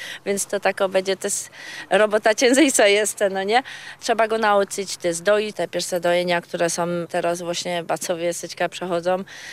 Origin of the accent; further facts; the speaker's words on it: Ząb, Lesser Poland, Poland; jestem ze Zębu